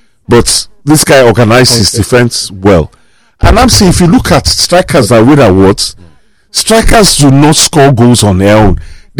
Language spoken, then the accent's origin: English; Lagos, Nigeria; maybe I'm from Lagos State